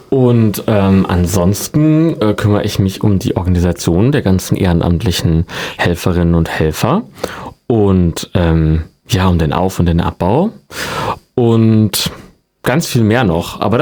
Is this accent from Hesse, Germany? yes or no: yes; Reichensachsen, Hesse, Germany; also born or lived in Witzenhausen; Ich komme aus Reichensachsen. Bin in Reichensachsen groß geworden, genau. Geboren aber in Witzenhausen.